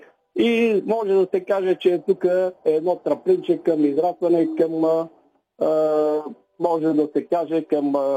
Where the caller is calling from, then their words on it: Montana, Montana Province, Bulgaria; съм от Монтана